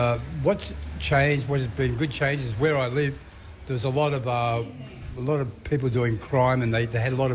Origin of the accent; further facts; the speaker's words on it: Illawarra, New South Wales, Australia; now in Warrawong, Australia; I grew up in the Illawarra.